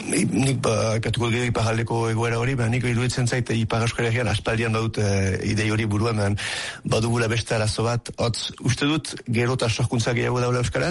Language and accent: Basque; Bayonne, Nouvelle-Aquitaine, France; gehi bizitzea eskualde batean, Baiona bezalako hiri batean, txikia nintzenean, nun euskaldunak girela euneko amaja edorako zerbait